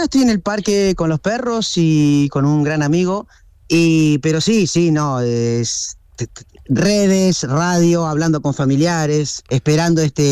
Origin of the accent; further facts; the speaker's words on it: Argentina; Como argentino te digo que hoy vamos a ganar.